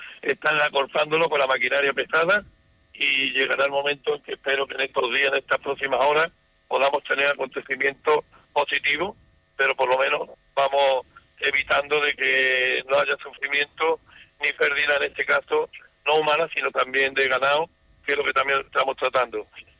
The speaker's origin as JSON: {"language": "Spanish", "town": "Aznalcóllar", "region": "Andalusia", "country": "Spain", "tie": "born or raised there", "said": "ese mensaje de tranquilidad a mi pueblo es que el Aznalcóllar en ningún momento creo que tengamos que desalojarlo"}